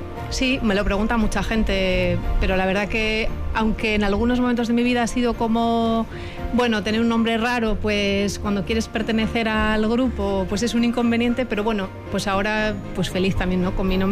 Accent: Sopelana, Basque Country, Spain; born there; yo nací en Sopela, que está, nada, aquí pues en realidad a 5 minutitos, porque estamos justo muy cerquita de entre Sopela y Urduliz, aquí en el polígono industrial.

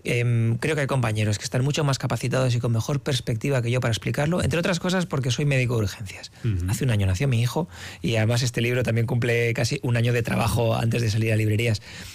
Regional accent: La Rioja, Spain; also born or lived in Zaragoza; now in San Sebastián, Spain; Soy riojano, trabajaba y vivía en Zaragoza y me he casado con una donostiarra.

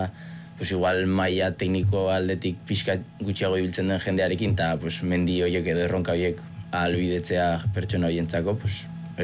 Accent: Vitoria-Gasteiz, Basque Country, Spain; Gazteiztarra naiz

